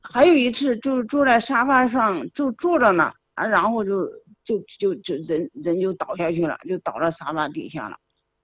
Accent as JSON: {"language": "Chinese", "region": "Henan", "country": "China", "said": "我家是河南的"}